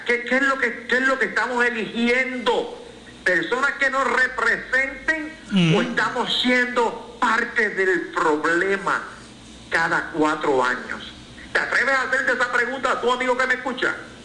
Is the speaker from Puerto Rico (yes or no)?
yes; Puerto Rico; Nosotros como puertorriqueños nos emocionamos demasiado de mucho con muchas cosas